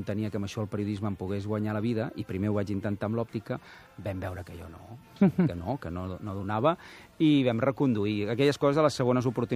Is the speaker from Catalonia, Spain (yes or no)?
yes; Barcelona, Catalonia, Spain; jo sempre dic que sóc del Poblenou abans que fos guai, que la gent descobrís que era guai